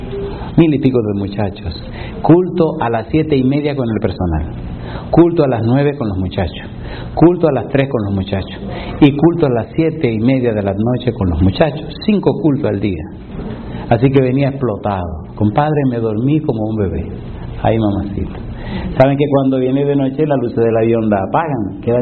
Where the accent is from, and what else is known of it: Ñaña, Lima, Peru